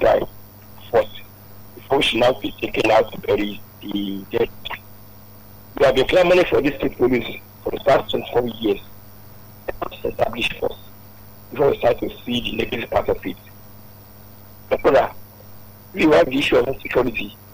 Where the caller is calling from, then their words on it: Lagos, Nigeria; I'm calling from Abaoje in Ikotun.